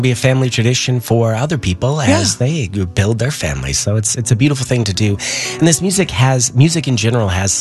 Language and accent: English; Pullman, Washington, United States; moved away; I was just in my hometown, Pullman, Washington, where my Cougars at.